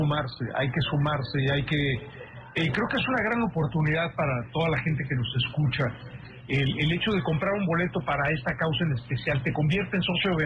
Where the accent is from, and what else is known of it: Mexico